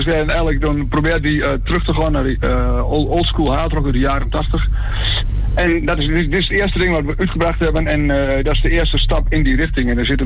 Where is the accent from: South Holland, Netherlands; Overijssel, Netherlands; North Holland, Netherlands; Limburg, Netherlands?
Overijssel, Netherlands; Ik kom uit de Oxenbergen en Emiel komt uit van oorsprong uit Tubbergen.